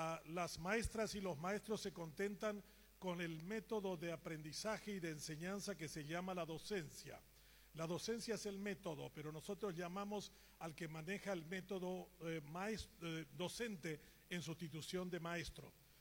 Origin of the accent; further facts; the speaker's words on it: Paraguay; ni como paraguayos y menos aún como católicos.